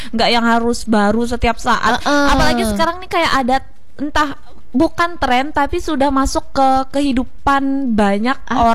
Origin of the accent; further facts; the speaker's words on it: Pulang Pisau, Central Kalimantan, Indonesia; born there; Aku kan aslinya pulang pisau. Aku aslinya Jawa loh.